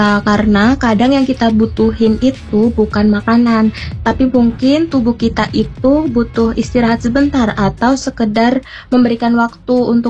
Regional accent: Banjarnegara, Central Java, Indonesia; Enggak Kak, aku asli Banjarnegara.

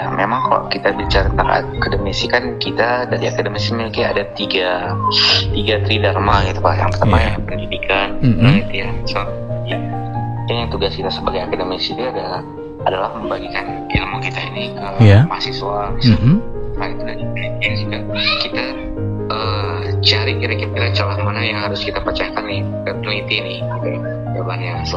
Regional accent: Aceh, Indonesia; kita Gayo

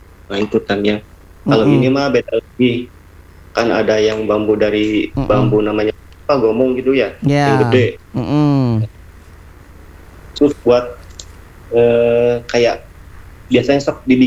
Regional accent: Singaparna, West Java, Indonesia; Iya, saya dari Galunggungnya Pak, Singaparna.

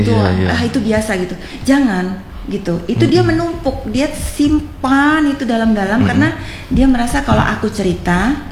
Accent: Java, Indonesia; Nah, misalnya nih saya orang Jawa menikah sama orang

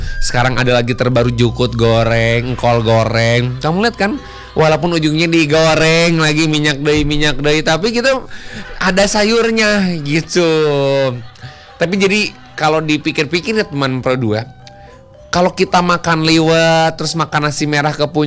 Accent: West Java, Indonesia; daerah kita Sunda Jawa Barat ini

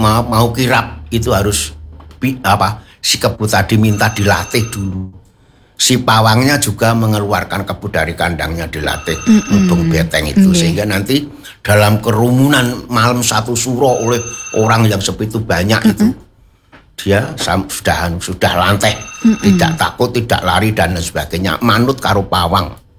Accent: Boyolali, Central Java, Indonesia; Saya kan orang Boyolali. Jadi Merapi, Merbabu, sampai Batur, Selongisor, Selondur, itu sesajinya mesti tumpeng Tunggorono.

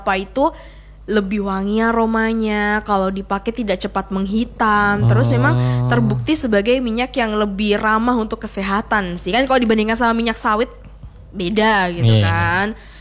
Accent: West Sulawesi, Indonesia; Kalau saya, karena saya dari Sulawesi Barat, saya bertetangga dengan Ince ya.

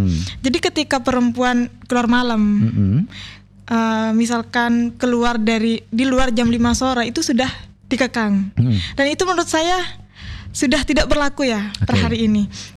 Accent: East Java, Indonesia; now in Pajagalan (Patian), Sumenep, Indonesia; Kalau saya asal Dungkek.

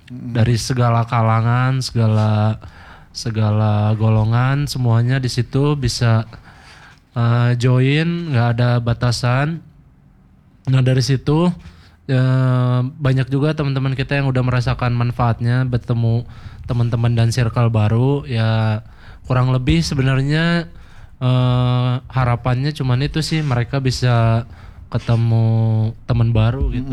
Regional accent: Bandung, West Java, Indonesia; sebagai warga Bandung, citizen yang utuh

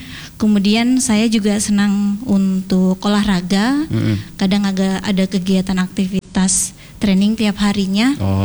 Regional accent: Polewali Mandar, West Sulawesi, Indonesia; now in Mamuju, Indonesia; Sebenarnya saya aslinya dari Polewali Mandar juga.

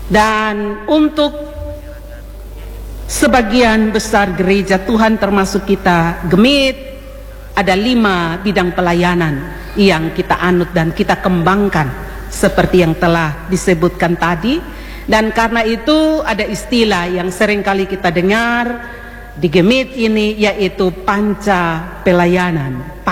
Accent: Kupang, East Nusa Tenggara, Indonesia; born there; orang Sabu yang lahir di Kupang. Tapi bersyukur Tuhan kasih kesempatan belajar bahasa Sabu, jadi bisa-bisa sedikit juga.

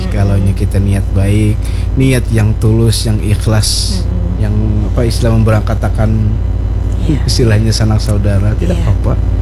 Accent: Banjarmasin, South Kalimantan, Indonesia; Itu bang yang kita patut kita syukuri sebagai warga Banjarmasin, beribadah nyaman.

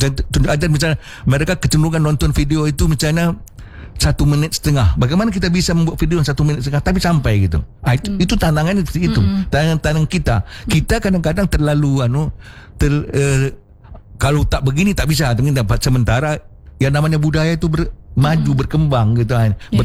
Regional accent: West Sumatra, Indonesia; kita Minang. Yeah. Orang kita tidak bisa, dia tak pernah mengatakan orang lain tidak gitu, tapi orang kita cuma kita gitu.

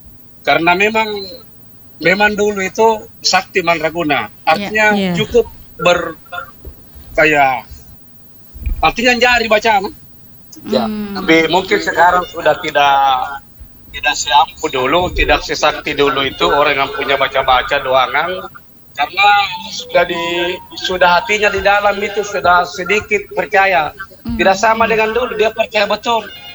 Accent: Makassar, South Sulawesi, Indonesia; Jadi memang terbukti kita Bugis Makassar.

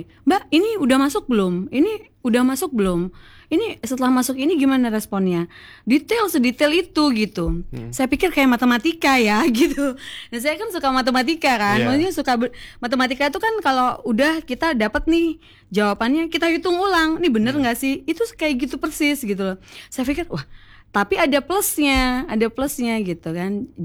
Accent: West Java, Indonesia; Jadi kan setiap tahun tuh saya kan kebetulan dari Jawa Barat. Jadi kalau lebaran ke sana. Lebaran ke Jawa Barat.

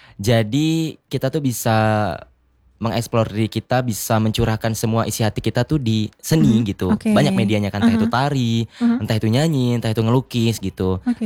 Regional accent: Bengkalis, Riau, Indonesia; Kalau dari kecil sih karena tinggalnya di Bengkalis ya.

